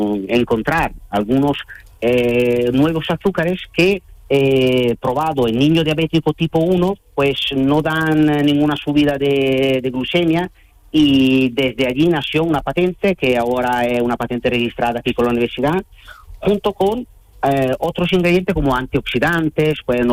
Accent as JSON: {"language": "Spanish", "country": "Italy", "said": "nosotros como italianos nacemos con el helado"}